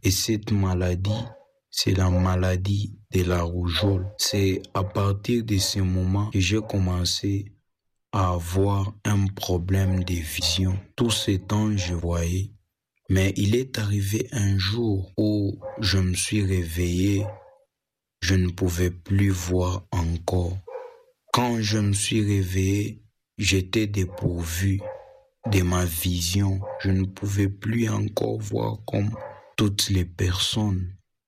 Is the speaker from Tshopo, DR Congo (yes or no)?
no; Likasi, Haut-Katanga, DR Congo; born or raised there